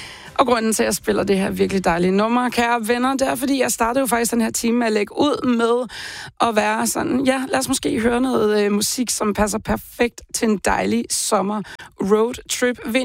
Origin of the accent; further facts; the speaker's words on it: Lolland, Zealand, Denmark; Jeg er fra Lolland